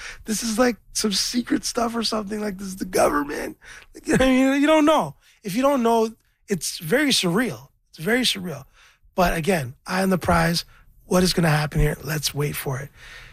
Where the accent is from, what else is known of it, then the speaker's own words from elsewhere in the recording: Scarborough, Ontario, Canada; I'm from Scarborough. I'm a rapper.